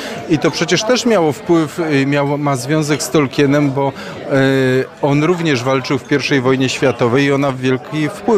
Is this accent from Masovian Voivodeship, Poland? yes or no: no; Silesian Voivodeship, Poland; I muszę powiedzieć, że jako Ślązak no, z trochę zazdrością spoglądam na to wszystko, co tutaj widzę, bo też by mi się marzyło, żebyśmy my jako Ślązacy o tą śląską gotkę też tak mogli dbać